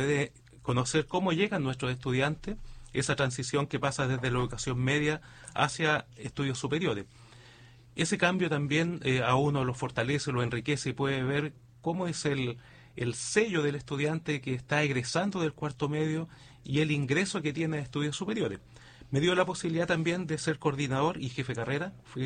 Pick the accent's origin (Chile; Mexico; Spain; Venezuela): Chile; Iquique, Tarapacá; now in San Javier, Chile; Yo vengo de Iquique, por lo tanto soy nortino, vengo de Iquique. Allá fue toda mi formación y laboral y también mi experiencia académica.